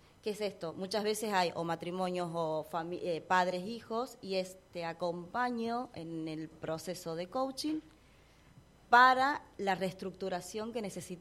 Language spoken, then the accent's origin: Spanish; Salta, Argentina; born there; moved away; also born or lived in Córdoba, Argentina; Yo vengo de la ciudad de Córdoba, pero no soy de ahí, soy nacida en Salta